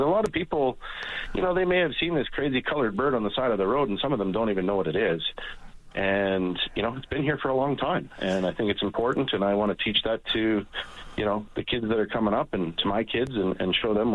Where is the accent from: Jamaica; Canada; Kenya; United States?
Canada; Lethbridge, Alberta; I grew up in Lethbridge, Alberta, so I wasn't very far from Tabor, which is well known for pheasants.